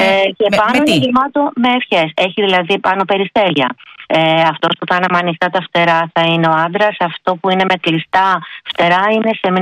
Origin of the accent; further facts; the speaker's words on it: Kalyvia Thorikou, Attica, Greece; επειδή είμαι από τα Καλύβια